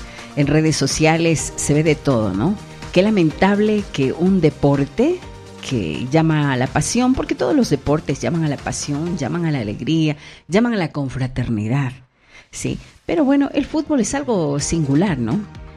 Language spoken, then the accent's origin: Spanish; Ecuador